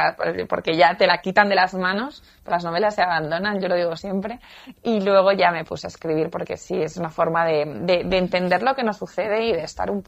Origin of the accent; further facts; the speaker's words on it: Zaragoza, Aragon, Spain; also born or lived in San Sebastián; yo soy de Zaragoza